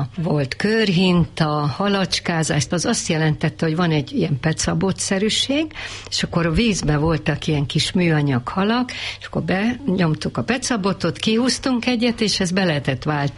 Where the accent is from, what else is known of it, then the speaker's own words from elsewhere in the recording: Budapest, Hungary; mi a második kerületben, a Hüvösvölgyben nőttünk fel